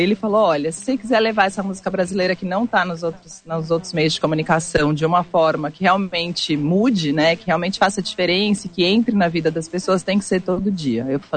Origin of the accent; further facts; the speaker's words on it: São Paulo, Brazil; Eu sou de São Paulo, nasci em São Paulo, estudei direito 4 anos, larguei no 5º, fui fazer teatro